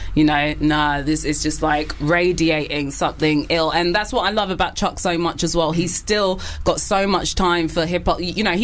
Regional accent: London, United Kingdom; me growing up in North London...

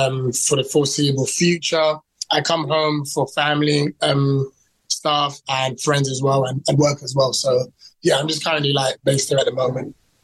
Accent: London, United Kingdom; born there; My parents are Ghanaian. I was born in London. I was actually in foster care from 5 to about 16, I think, and raised by Caribbean parents.

